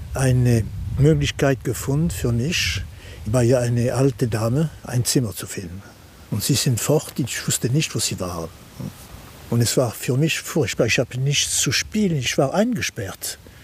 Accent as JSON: {"language": "German", "country": "Luxembourg", "said": "Wir sind Luxemburger mit jüdischer Religion."}